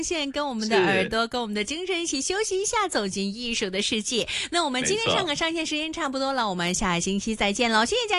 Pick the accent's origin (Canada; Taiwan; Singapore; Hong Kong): Hong Kong; 我们广东话叫 tax 小边